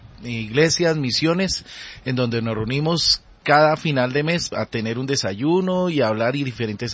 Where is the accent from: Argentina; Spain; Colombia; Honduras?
Colombia; Bogotá, Bogotá Capital District; born there; Yo nací aquí en Bogotá el 3 de agosto de 1972.